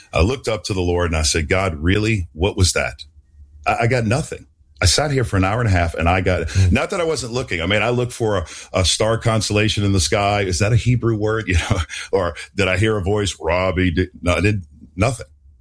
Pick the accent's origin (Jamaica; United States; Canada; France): United States; New Orleans, Louisiana; But I had learned a practice growing up in New Orleans of how to eat fish and spit out the bones.